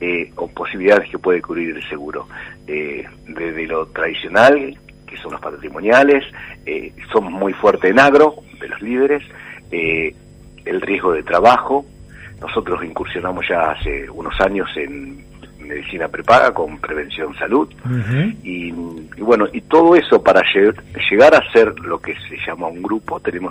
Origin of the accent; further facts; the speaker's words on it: Pergamino, Buenos Aires Province, Argentina; also born or lived in Santa Fe; Pergaminense, de nacido, criado, salvo los 4 años que viví en la ciudad de Santa Fe, en la querida Facultad de Ciencias de la Administración.